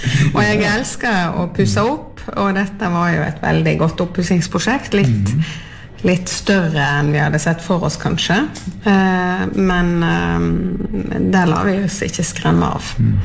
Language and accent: Norwegian; Sotra, Vestland, Norway; now in Østerdalen, Luster, Norway; Opprinnelig så ja. Kom jeg fra Sotra.